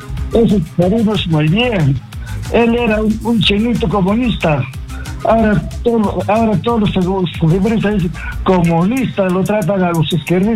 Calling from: Arequipa, Peru; Buenos días. … de Arequipa.

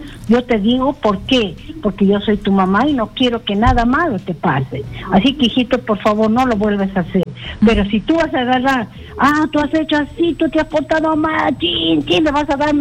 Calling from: Huánuco, Peru; Soy de Huánuco.

